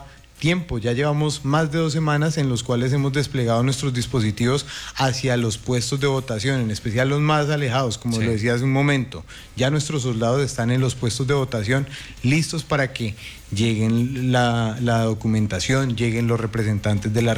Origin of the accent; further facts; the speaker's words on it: Colombia; y que estamos acá como colombianos, como ciudadanos colombianos también